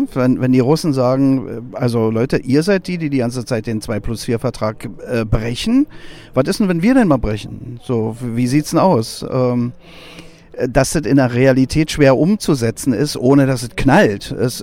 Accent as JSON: {"language": "German", "country": "Germany", "said": "von wo kommst du denn? Aus Deutschland."}